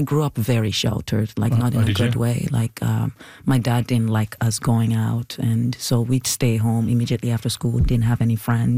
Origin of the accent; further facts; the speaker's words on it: Nigeria; has always been trying to suppress my Nigerian-ness, my act, because they were complaining about my accent. I'm like, I can't just pick up an accent and do it.